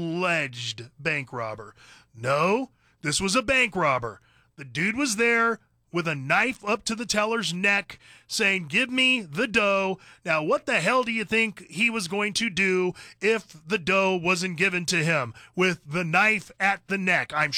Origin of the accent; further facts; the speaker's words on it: California, United States; moved away as an adult; I grew up in California.